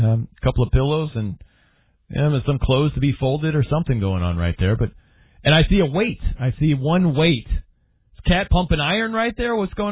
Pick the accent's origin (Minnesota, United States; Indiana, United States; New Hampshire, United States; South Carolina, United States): Indiana, United States; Actually, you know, Chicago is closer to my hometown than Indianapolis is.